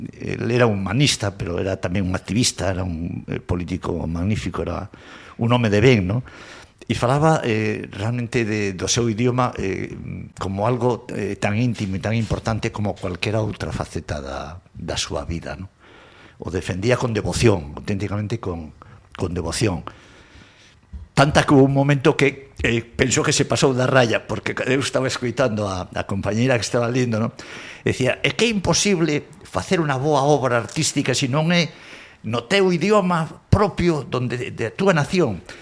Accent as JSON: {"language": "Galician", "town": "Vigo", "region": "Galicia", "country": "Spain", "tie": "born or raised there", "also_born_or_lived": "Madrid", "said": "No meu caso, por abreviar, pues eu son fillo de Navarro, e máis de galega, polo tanto, na miña casa se falaba basicamente en castelán, nos xesuítas de Vigo, onde estuve 11 años, se falaba absolutamente en castelán"}